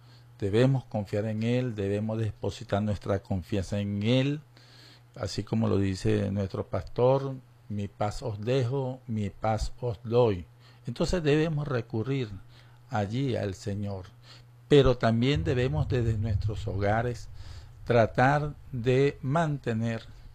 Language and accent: Spanish; Venezuela; Nosotros, como venezolanos y venezolanas